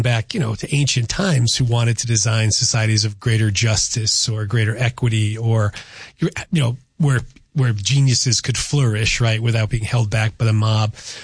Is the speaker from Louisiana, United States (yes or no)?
no; Chicopee, Massachusetts, United States; my hometown in Chicopee